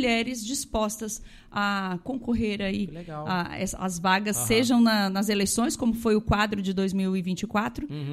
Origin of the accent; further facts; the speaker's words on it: Araranguá, Santa Catarina, Brazil; also born or lived in Balneário Arroio do Silva; Além de eu ser araranguaense, e eu vou brincar aqui com o pessoal, eu sou nativa da nossa região, vivia no Arroio na infância, né? Transito aqui, conheço as pessoas, sou de Araranguá, transito em toda a região